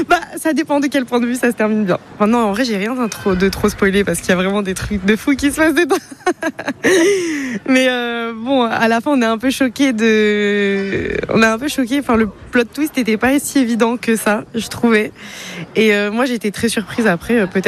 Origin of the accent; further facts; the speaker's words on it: Tours, Centre-Val de Loire, France; je suis de Tours